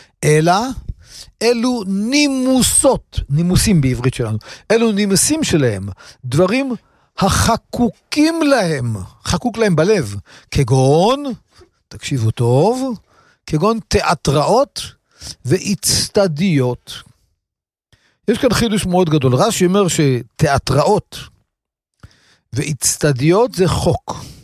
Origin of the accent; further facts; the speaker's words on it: Kiryat Ata, Haifa District, Israel; בתור ילד, גרתי בכפר עטה. בכפר עטה היה בית חרושת גדול, שקוראים לו בית חרושת עטה.